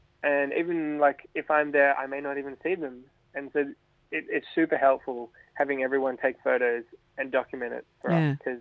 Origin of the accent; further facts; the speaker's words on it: Sydney, New South Wales, Australia; I grew up in Sydney, so I'm kind of used to the more, I guess, subtropical, tropical kind of regions.